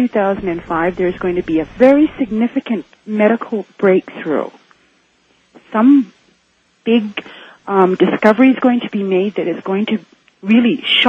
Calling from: Calgary, Alberta, Canada; I'm listening at QR77 in Calgary, Alberta.

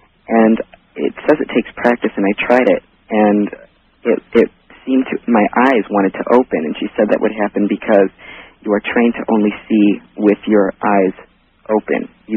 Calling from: Elmore, Ohio, United States; I'm calling from Elmore, Ohio.

